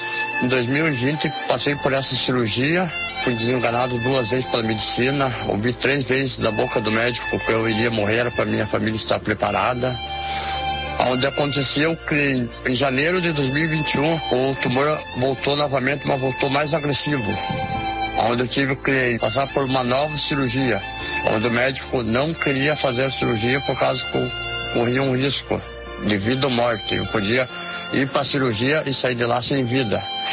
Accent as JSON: {"language": "Portuguese", "town": "Timbó Grande", "region": "Santa Catarina", "country": "Brazil", "said": "sou da cidade de Timbó Grande, Santa Catarina, congrego na Igreja Pentecostal Deus e Amor."}